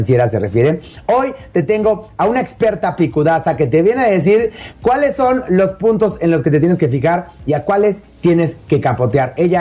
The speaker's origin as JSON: {"language": "Spanish", "country": "Mexico"}